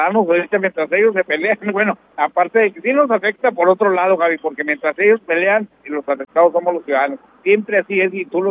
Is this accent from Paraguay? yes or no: no; Mexico; somos mexicanos